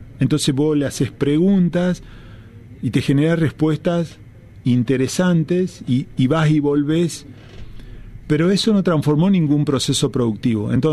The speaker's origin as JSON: {"language": "Spanish", "region": "Chaco", "country": "Argentina"}